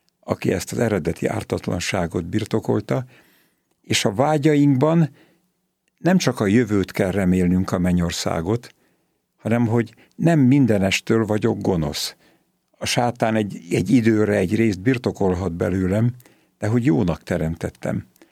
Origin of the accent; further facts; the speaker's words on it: Pest, Hungary; born there; én tápiósvíben születtem, és a templomunk ennek a titoknak van szentelve